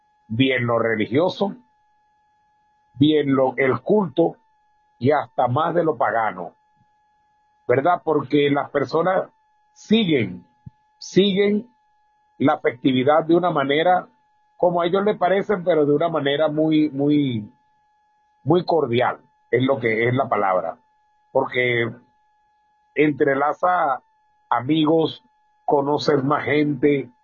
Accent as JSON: {"language": "Spanish", "town": "Patanemo", "region": "Carabobo", "country": "Venezuela", "tie": "born or raised there", "said": "Puesto, yo soy de Patanemo, oriundo de allá."}